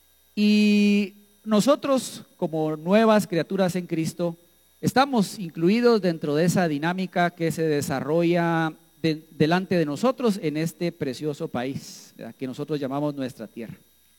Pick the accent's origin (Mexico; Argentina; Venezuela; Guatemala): Guatemala